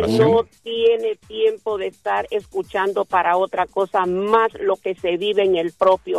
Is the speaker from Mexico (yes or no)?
no; Choluteca, Honduras; born there; moved away; Yo soy de Honduras y el ombligo lo tengo aquí en Choluteca, en el hospital